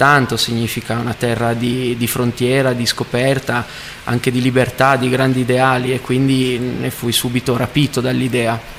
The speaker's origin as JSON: {"language": "Italian", "town": "Bra", "region": "Piedmont", "country": "Italy", "tie": "born or raised there", "also_born_or_lived": "Turin", "said": "Io sono nato a Torino, ma ho sempre vissuto a Bra, un centro in provincia di Cuneo di circa 30.000 persone"}